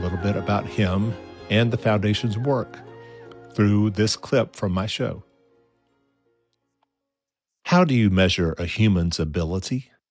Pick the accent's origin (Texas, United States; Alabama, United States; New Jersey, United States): Alabama, United States; we just premiered a new episode of Buzz in my home state of Alabama